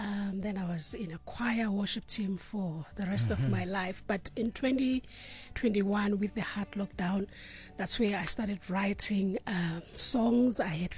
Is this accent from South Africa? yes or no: yes; South Africa; moved away as an adult; also born or lived in Free State; now in Johannesburg, South Africa; I'm from Rotunda.